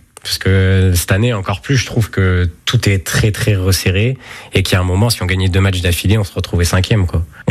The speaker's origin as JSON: {"language": "French", "town": "Lyon", "region": "Auvergne-Rhône-Alpes", "country": "France", "said": "Moi je suis de Lyon, donc le derby là-bas c'est Lyon-Saint-Etienne."}